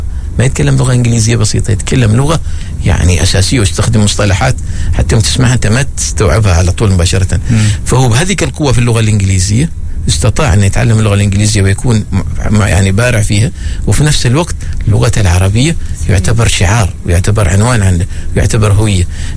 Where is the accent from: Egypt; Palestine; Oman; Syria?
Oman; معروف إحنا في سلطنة عمان ويعني وهذا حقيقة، ما لأني أنا تو عماني وبامدح عمان لا، هذا حقيقة واقعة.